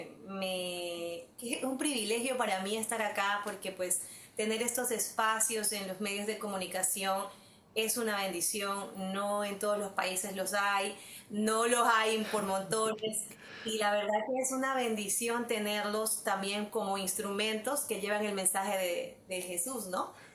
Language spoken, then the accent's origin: Spanish; Guayaquil, Guayas, Ecuador; also born or lived in Quito; Yo soy guayaquileña, pero viví en Quito un tiempo. Dios me ha tenido por todos lados.